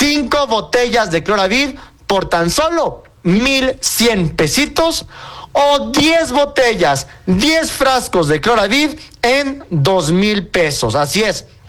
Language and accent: Spanish; Toluca, State of Mexico, Mexico; Inicia con 722, porque acuérdense que yo soy de México, de Toluca.